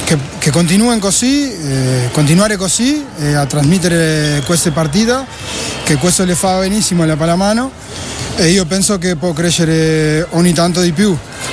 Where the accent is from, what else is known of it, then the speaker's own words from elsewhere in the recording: Canelones, Uruguay; now in Italy; vengo de Uruguay, de Canelones, vicino a Montevideo, que es la capital.